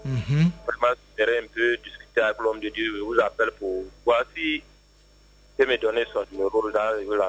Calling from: Abengourou, Comoé, Côte d’Ivoire; je vous appelle d'Abengourou.

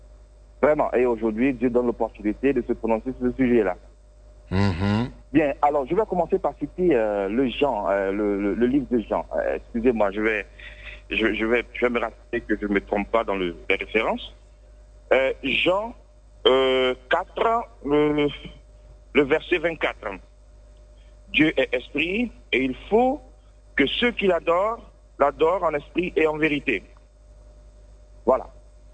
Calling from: Bouaké, Vallée du Bandama, Côte d’Ivoire; j'appelle de Boaké.

